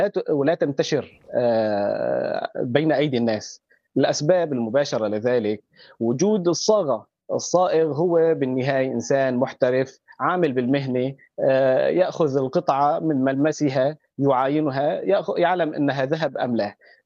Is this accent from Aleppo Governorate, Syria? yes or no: yes; Aleppo, Aleppo Governorate, Syria; نحن عندنا في حلب